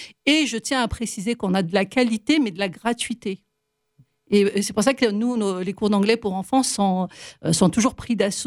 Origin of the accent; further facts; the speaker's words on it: Aubervilliers, Île-de-France, France; Moi-même, je suis un pur produit des quartiers. Je suis d'Aubervilliers. J'ai fait de ma maternelle jusqu'à mon lycée à Aubervilliers.